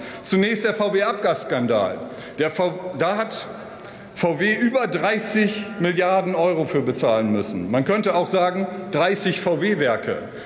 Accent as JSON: {"language": "German", "town": "Emden", "region": "Lower Saxony", "country": "Germany", "said": "Ich komme aus Ostfriesland, ich gebe es mal zu. Ich komme aus Emden, aus dem äußersten Nordwesten der Bundesrepublik."}